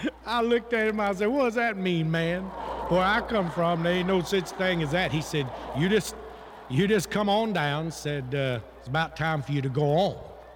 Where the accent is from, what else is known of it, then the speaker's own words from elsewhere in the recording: Smyrna, Georgia, United States; We're from Smyrna, Georgia.